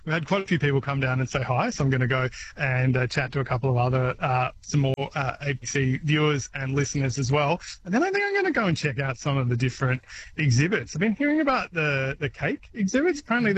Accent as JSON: {"language": "English", "town": "Dubbo", "region": "New South Wales", "country": "Australia", "tie": "born or raised there", "moved": "yes"}